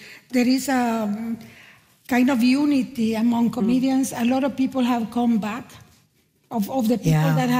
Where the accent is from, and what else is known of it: Nicaragua; born or raised there; now in Canada